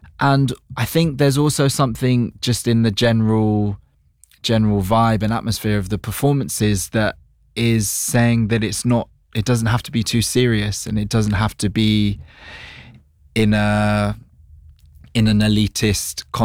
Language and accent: English; London, United Kingdom; one of the joys of growing up in London is access to opportunity